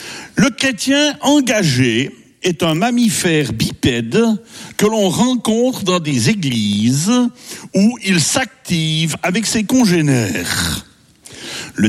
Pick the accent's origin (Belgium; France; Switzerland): Switzerland; je suis suisse hein, quand même, toujours un peu prudent quand même.